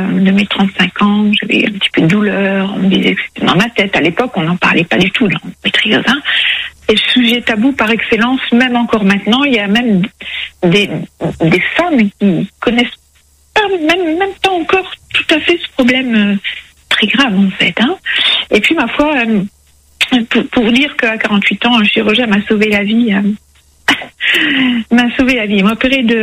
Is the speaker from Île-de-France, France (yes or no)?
no; Hauts-de-France, France; je suis native du Pas-de-Calais